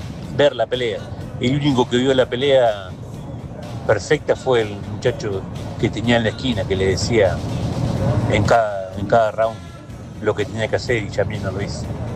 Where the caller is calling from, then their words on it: La Pampa, Argentina; Hola, buenas noches … de La Pampa.